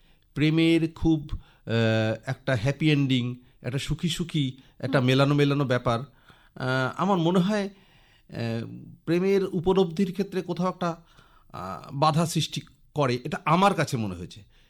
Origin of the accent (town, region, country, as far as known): Guwahati, Assam, India; born there; moved away; also born or lived in Jalpaiguri